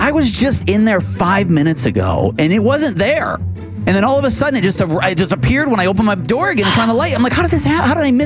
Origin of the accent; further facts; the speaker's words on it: Michigan, United States; now in Tucson, United States; I grew up in Michigan.